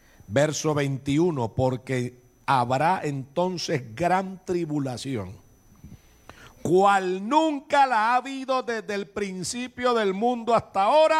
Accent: Barrancabermeja, Santander, Colombia; en Barranca, mi tierra

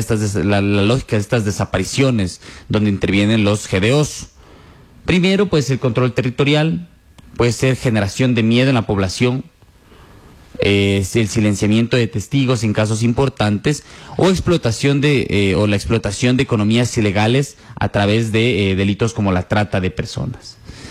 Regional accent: Ecuador

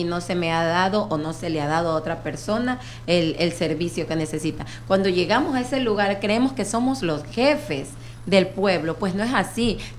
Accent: Machala, El Oro, Ecuador; sigo formando parte de ese sector vulnerable, de esa minoría de nuestra provincia del Oro, de nuestra ciudad de Machala.

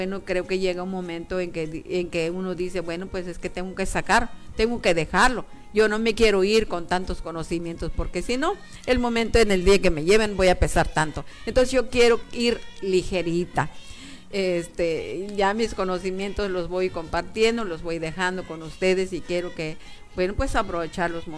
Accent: Huautla, Mexico; yo vengo del municipio de Huautla. En el municipio de Huautla decimos algunos conceptos, algunos términos, así como lo hablamos en el municipio.

